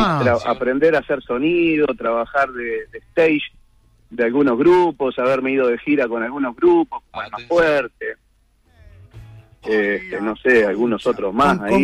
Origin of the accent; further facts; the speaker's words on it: Florida, Uruguay; also born or lived in Buenos Aires / Miami; now in Chicago, United States; de Chicago, oriundo de la gloriosa ciudad de Florida, la Piedra Alta.